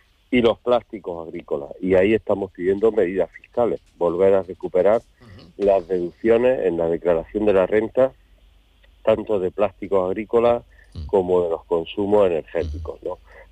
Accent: Almería, Andalusia, Spain

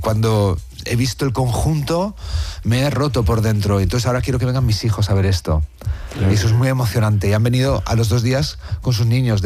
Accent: Valladolid, Castile and León, Spain; porque, bueno, yo soy de Valladolid, tengo el Museo Nacional de Escultura en mi ciudad, y es algo que está conmigo

